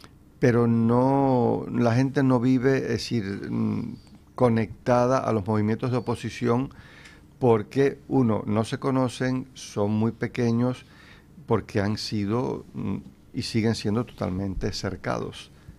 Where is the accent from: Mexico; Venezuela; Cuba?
Cuba; moved away as an adult; now in Madrid, Spain; No, a ver, yo crecí en Cuba. Y bueno, mis bisabuelos son gallegos, pero yo crecí en Cuba, yo no crecí acá.